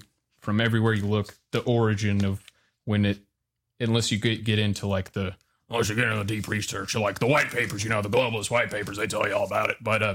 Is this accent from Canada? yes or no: yes; Canada; I'm a Canadian.